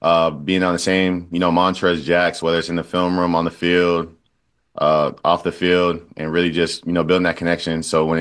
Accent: Boston, Massachusetts, United States; now in New York, United States; growing up in Boston, you definitely watched a lot of the Patriots.

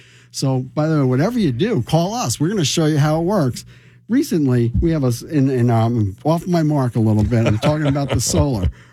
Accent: Rahway, New Jersey, United States; I'm from Rahway, New Jersey. The town went to just went to poop.

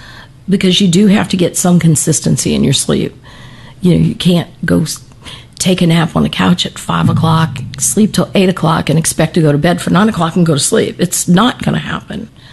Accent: New Orleans, Louisiana, United States; I grew up in New Orleans.

